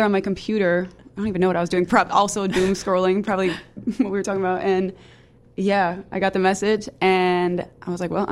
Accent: Shreveport, Louisiana, United States; moved away as an adult; now in New Orleans, United States; I'm from Louisiana. I've been living in New Orleans for about 6 years now. I moved here for college.

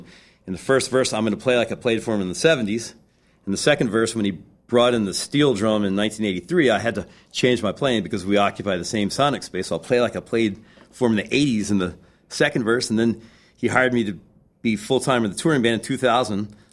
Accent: Virginia, United States; And I met him at a restaurant in Virginia Beach. I grew up in Virginia when I was 16 years old.

